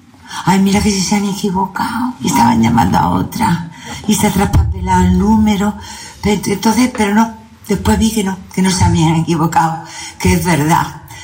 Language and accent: Spanish; Málaga, Andalusia, Spain; Fijaros, si Málaga no es importante para mí, si mi tierra no es importante, que ya en mi primera película yo ya nombraba Málaga.